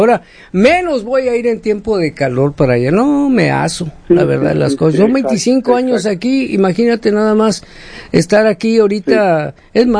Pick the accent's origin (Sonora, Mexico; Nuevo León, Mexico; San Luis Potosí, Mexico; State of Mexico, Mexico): Sonora, Mexico; Hermosillo; now in Washington, United States; Soy de Hermosillo, Sonora, México, ¿sí?